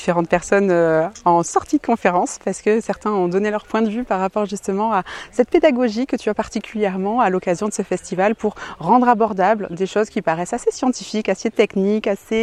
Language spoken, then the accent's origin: French; Auvergne-Rhône-Alpes, France; moi je viens de la Drôme et je suis venue passer le week-end chez mon amie Jamila.